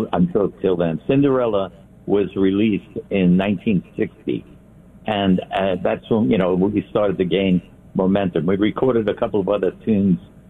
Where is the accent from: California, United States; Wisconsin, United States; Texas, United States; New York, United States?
New York, United States; Brooklyn; First of all, you know I grew up in Brooklyn.